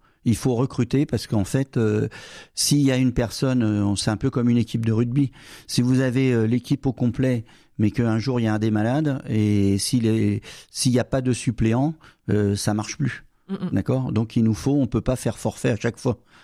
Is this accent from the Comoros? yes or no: no; Paris, Île-de-France, France; now in Albi, France; Moi, je suis parisien